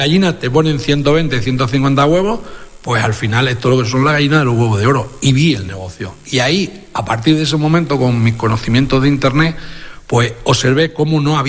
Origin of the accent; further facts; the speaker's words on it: Navalmoral de la Mata, Extremadura, Spain; born there; ¿por qué no soy presidente del equipo de fútbol de mi pueblo, del Moralo?